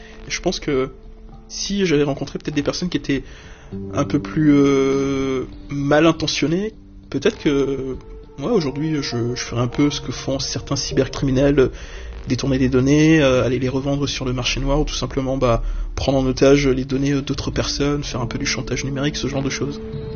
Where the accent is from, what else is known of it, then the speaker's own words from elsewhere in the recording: Dakar, Senegal; Je viens du Sénégal, de Dakar. J'ai réellement commencé quand j'avais 22 ans.